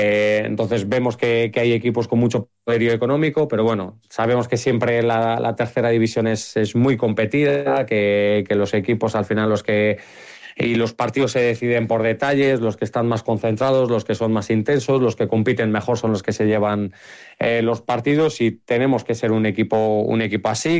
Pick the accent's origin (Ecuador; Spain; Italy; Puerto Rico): Spain; Salamanca, Castile and León; Yo soy de Salamanca